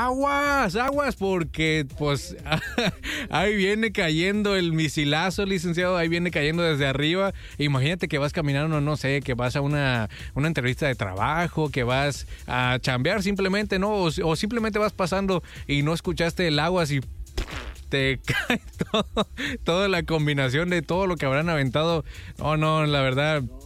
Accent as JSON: {"language": "Spanish", "country": "Mexico", "said": "No, pues todos somos mexicanos, yo también soy mexicano."}